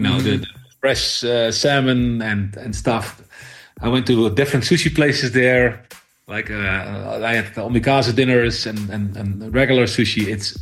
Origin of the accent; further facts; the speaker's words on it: Netherlands; I'm from the Netherlands, so we have the similar climate.